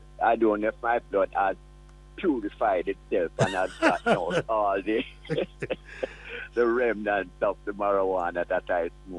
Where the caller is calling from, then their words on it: Saint Andrew, Jamaica; I'm calling from St. Andrew, Woodford Park in St. Andrew.